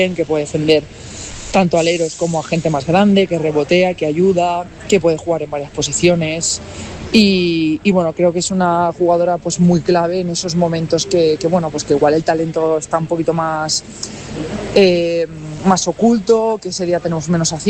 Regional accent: Valencian Community, Spain; pues para mí como valenciana y como jugadora también española que he vivido baloncesto aquí

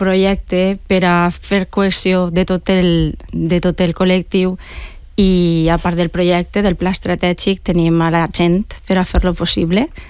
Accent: Turís, Valencian Community, Spain

